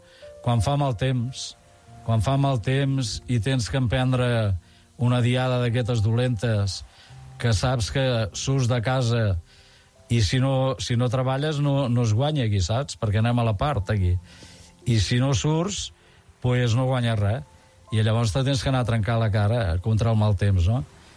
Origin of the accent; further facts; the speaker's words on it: Tarragona, Catalonia, Spain; I tinc molt d'arraigo i molt de peu... Sobretot al meu barri, on vaig néixer, però també a la part alta